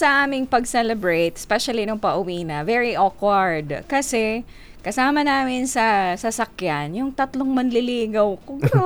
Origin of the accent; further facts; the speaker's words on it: Tiwi, Bicol Region, Philippines; we're from Tiwi.